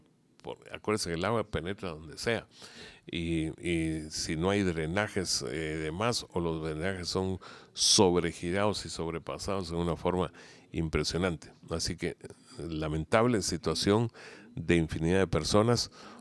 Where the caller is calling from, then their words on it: Casillas, Santa Rosa, Guatemala; Buenos días … de Casillas, Santa Rosa.